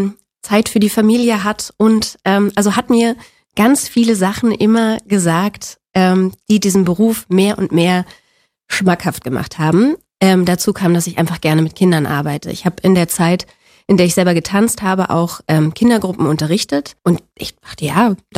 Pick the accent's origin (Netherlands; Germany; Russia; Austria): Germany; Berlin; Aber ich bin in Spandau groß geworden.